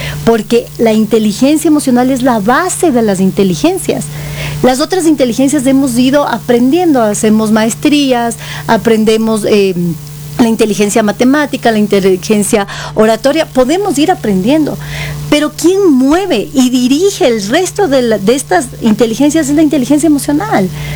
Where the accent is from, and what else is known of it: Ecuador